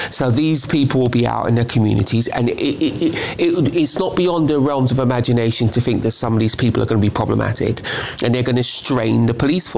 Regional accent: London, United Kingdom; I grew up near Scrubs Prison. I could see it from where I lived.

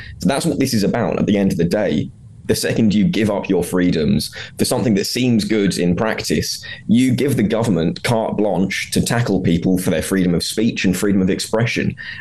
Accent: Basildon, East of England, United Kingdom; My hometown, where my parents still live in Basildon, the shops are dead

